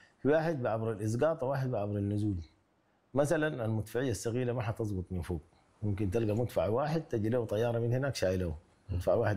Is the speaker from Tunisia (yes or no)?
no; Sudan; نحن كسودانيين ما بنتحمل المعركة بالشكل ده